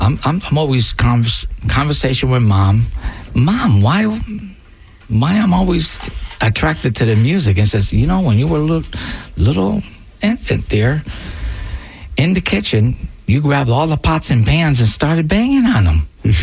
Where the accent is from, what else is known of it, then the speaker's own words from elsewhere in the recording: Bridgeport, Connecticut, United States; moved away; I was born in Bridgeport, Connecticut.